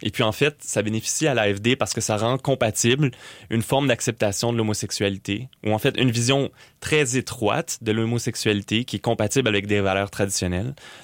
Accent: Quebec, Canada; ça peut nous parler à nous en tant que Québécois

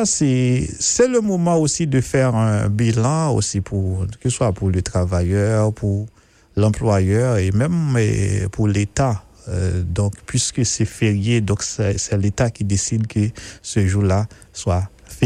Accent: Haiti; Chez moi, en Haïti

